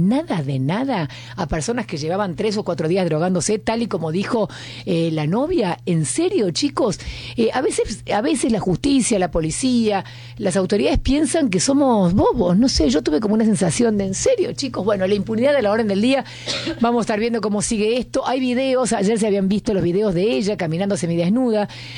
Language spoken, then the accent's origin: Spanish; Argentina